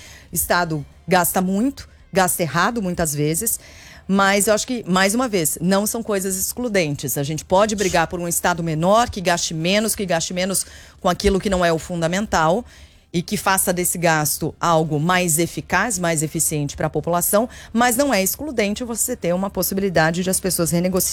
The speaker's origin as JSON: {"language": "Portuguese", "country": "Brazil"}